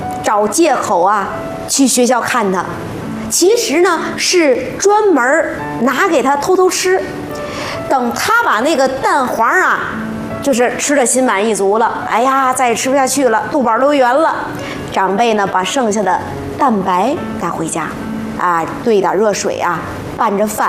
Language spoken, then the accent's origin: Chinese; northern China, China; 像咱们北方呢大多是用盐水浸泡腌制。